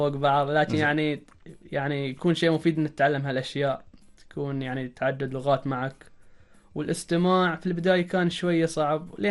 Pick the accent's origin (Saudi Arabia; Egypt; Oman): Oman; أنا عماني